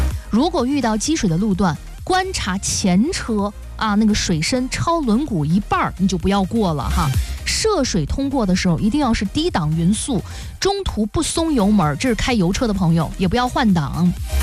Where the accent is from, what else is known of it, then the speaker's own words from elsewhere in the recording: China; 我们中国人也是用很多丰富的民俗活动共启安康